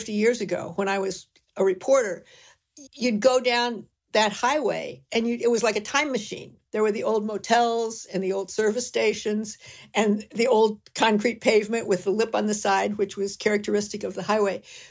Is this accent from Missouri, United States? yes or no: yes; Kirkwood, Missouri, United States; I grew up in Kirkwood, outside St. Louis.